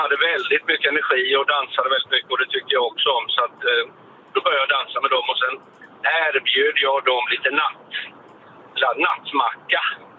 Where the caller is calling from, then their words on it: Öland, Kalmar County, Sweden; Som genuin ölänning